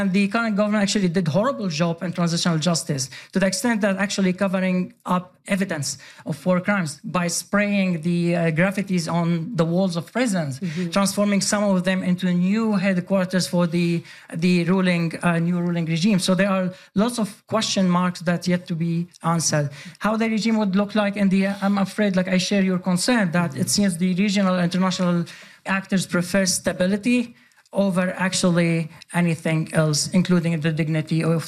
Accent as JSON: {"language": "English", "country": "Sweden", "tie": "born or raised there", "said": "no, very appreciated because I grew up in Sweden."}